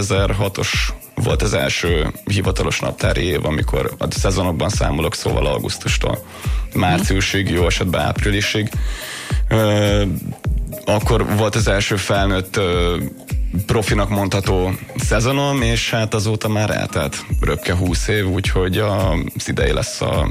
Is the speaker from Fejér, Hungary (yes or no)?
yes; Dunaújváros, Fejér, Hungary; Dunajavárosban rengeteget, az utánpótlás éveimet is számolva.